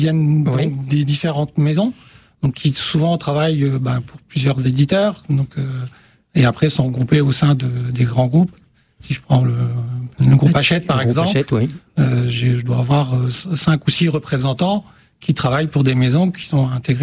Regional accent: Occitanie, France; moved away; Non, parce que je ne suis pas originaire de la région. Je suis originaire du PO

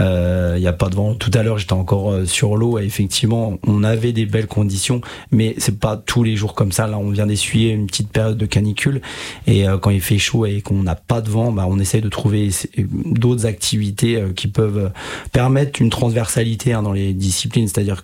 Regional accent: Messein, Grand Est, France; je suis issu de Messin

